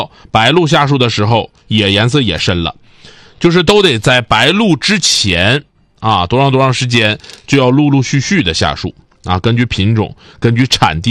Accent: Northeast China, China; 我们出去一说都是说东北人，我们很少有说哎呀我长春人，或者说我是吉林省人，都很少有这么说，很少，但也有，我们大多数都是我们东北人，我们就这么唠。

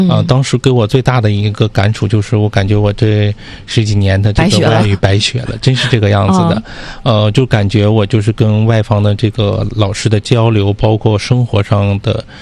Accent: Heilongjiang, China; 再一个，我们老家那边也有一定的一个地域优势，黑龙江嘛，它，

